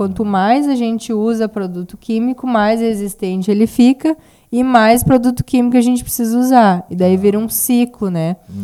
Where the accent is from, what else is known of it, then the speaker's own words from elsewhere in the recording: Rio Grande do Sul, Brazil; also born or lived in Caçapava do Sul; Sim, sou gaúcha, agora morava em Caçapava, por último.